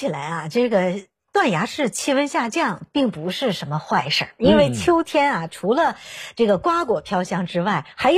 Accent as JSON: {"language": "Chinese", "region": "Northeast China", "country": "China", "said": "一部分咱们东北会种橡树"}